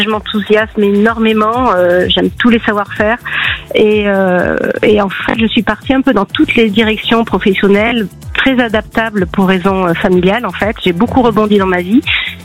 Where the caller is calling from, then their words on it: Bayonne, Nouvelle-Aquitaine, France; De Bayonne.